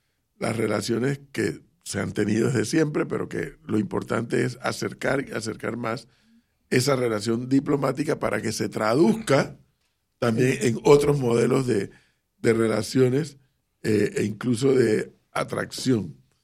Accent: Panama; para mí, como panameño

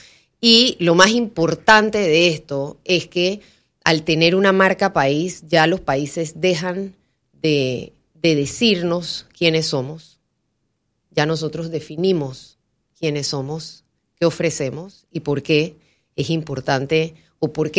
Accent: Panama

